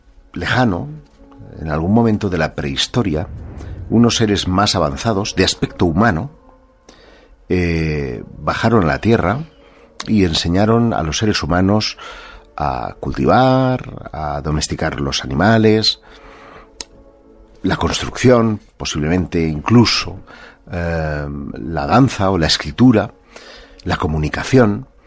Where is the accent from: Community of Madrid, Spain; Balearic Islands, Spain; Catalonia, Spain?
Catalonia, Spain; Terrassa; Mi ciudad natal.